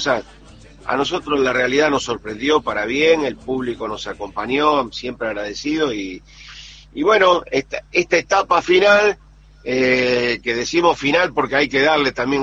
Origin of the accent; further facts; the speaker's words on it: Sunchales, Santa Fe, Argentina; Estoy acá en Santa Fe, camino a Sunchales, a mi pueblo.